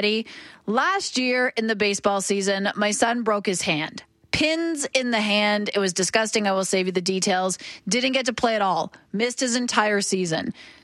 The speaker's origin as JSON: {"language": "English", "town": "Oshawa", "region": "Ontario", "country": "Canada", "tie": "born or raised there", "said": "he's in my hometown of Oshawa, Ontario"}